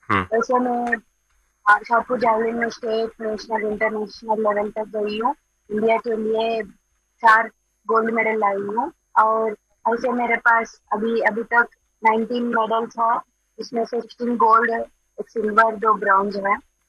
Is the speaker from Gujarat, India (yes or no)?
no; Andhra Pradesh, India; मैं आंध्र प्रदेश से हूँ